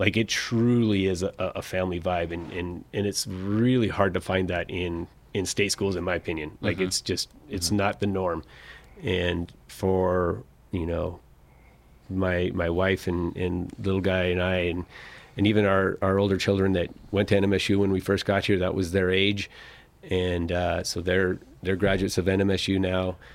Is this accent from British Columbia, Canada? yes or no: yes; Vancouver, British Columbia, Canada; moved away; also born or lived in Portland; I grew up a white cap. I played white caps in my youth in the youth academy in Vancouver. Then moved to Portland